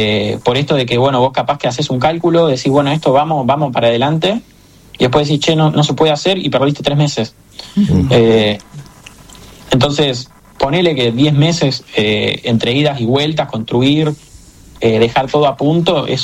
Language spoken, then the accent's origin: Spanish; Argentina; que para nosotros como argentinos es un logro.